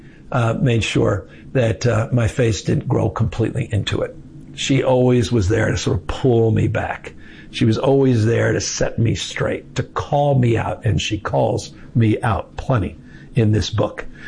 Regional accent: California, United States; You're presumably talking about my home state, $62.1 billion economic output in ag alone, more forestry jobs, more hunting jobs in my state.

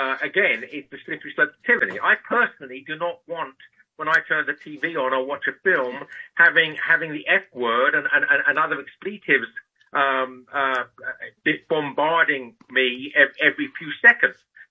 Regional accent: England, United Kingdom; I was sentenced to prison for editing a magazine in England, my native land, as you can tell from my accent.

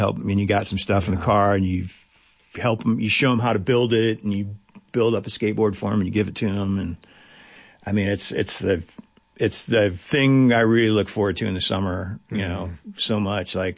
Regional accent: Big Sandy, United States; I said, "Hey, how about if in return you just build a bowl in my hometown of Big Sandy?"

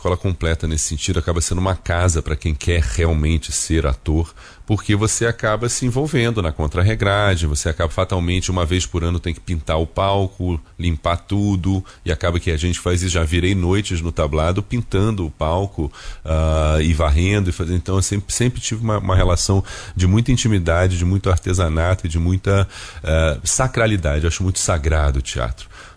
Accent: Rio de Janeiro, Brazil; born there; also born or lived in Brasília / United States / Portugal; Com 4 anos eu fui parar no Rio de Janeiro e lá fiquei.

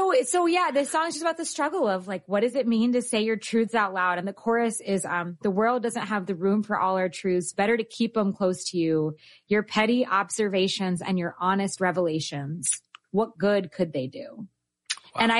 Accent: East Coast, United States; now in Midwest, United States; So I am from the East Coast. I was raised to be judgmental. And as I adapt to Midwest sensibilities

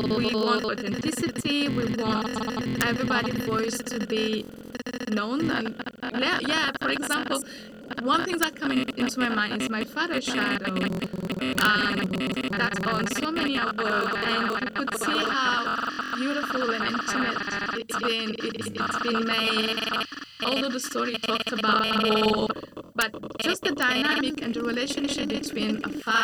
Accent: Niger; I grew up in Niger

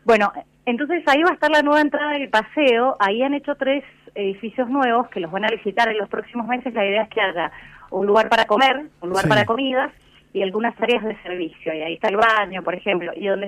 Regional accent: Mendoza, Argentina; siendo mendocinos y niños o adolescentes

